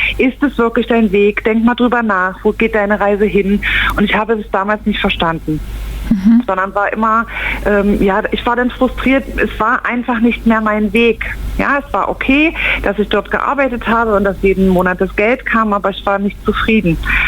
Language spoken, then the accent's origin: German; East Germany, Germany; Ich bin ein Kind des Ostens